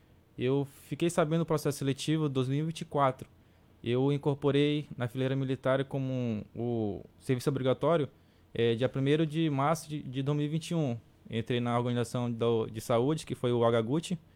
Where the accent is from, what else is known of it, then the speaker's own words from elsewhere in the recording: Tabatinga, Amazonas, Brazil; Sou natural de Tabatinga.